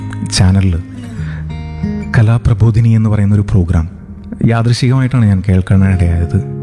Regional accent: Kozhikode, Kerala, India; ഞാൻ കോഴിക്കോട് നിന്നാണ് വരുന്നത്.

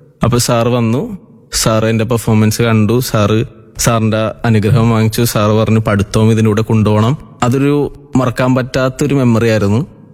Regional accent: Kochi, Kerala, India; ഞാൻ തോപ്പുംപടി സ്വദേശിയാണ്.

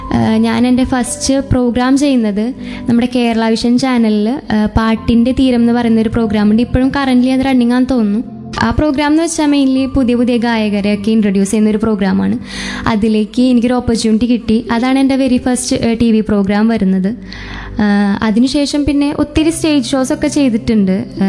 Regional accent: Kodungallur, Kerala, India; ഞാൻ തൃശ്ശൂർ കൊടുങ്ങല്ലൂർ നിന്നാണ് വരുന്നത്.

